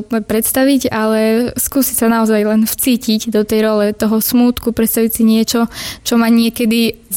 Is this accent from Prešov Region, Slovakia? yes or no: yes; Lipovce, Prešov Region, Slovakia; Pochádzam z obce Lipovce.